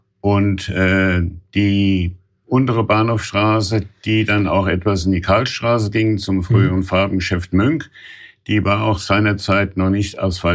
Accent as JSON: {"language": "German", "town": "Raunheim", "region": "Hesse", "country": "Germany", "tie": "born or raised there", "said": "Alt-Raunheimer, ich bin in Raunheim nicht nur aufgewachsen, das heißt, wie viele dann in Rüsselsheim geboren, sondern ich bin auch in den Nachkriegsjahren 1947, genau am 2. Januar 1947 in Raunheim"}